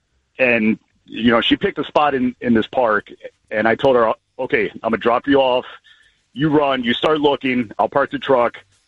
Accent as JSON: {"language": "English", "town": "Lindenhurst", "country": "United States", "said": "Lindenhurst."}